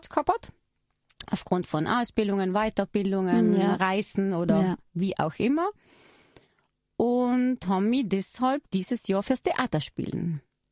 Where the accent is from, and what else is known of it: Trentino-Alto Adige, Italy